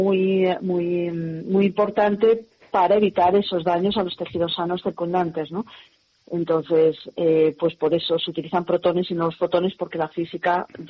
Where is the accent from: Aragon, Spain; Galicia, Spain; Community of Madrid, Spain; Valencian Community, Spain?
Galicia, Spain; Verín; moved away as an adult; also born or lived in France; volver a Galicia siempre es fácil. Evidentemente es mi tierra